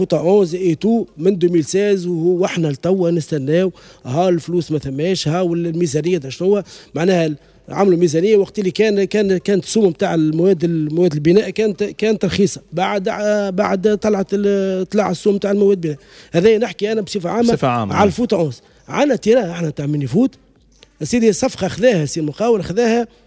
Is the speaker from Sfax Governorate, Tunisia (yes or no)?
no; Raoued, Ariana Governorate, Tunisia; في قلب رواد في وسط رواد هو ملعب معناها حومه في حومتنا معناها كبرنا فيه